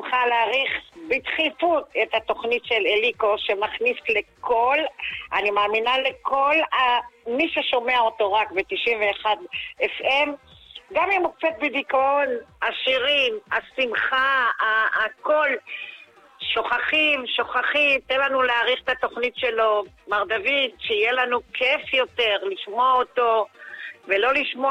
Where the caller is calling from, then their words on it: Petah Tikva, Central District, Israel; אני מפתח תקווה